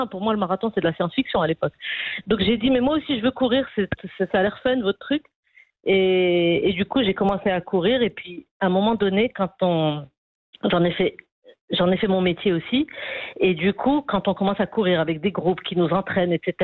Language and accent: French; Rabat, Rabat-Salé-Kénitra, Morocco; now in Casablanca, Morocco; parce que moi, j'ai grandi à Rabat, donc je découvrais un peu la ville.